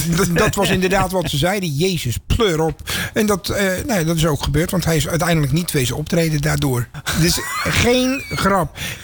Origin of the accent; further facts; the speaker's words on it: South Holland, Netherlands; ik kom van Goede Overvlak. Hè. En nou kan ik je één ding vertellen over het eiland.